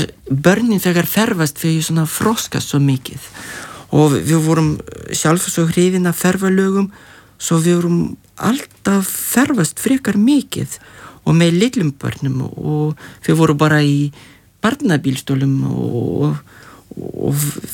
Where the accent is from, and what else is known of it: Lithuania; born or raised there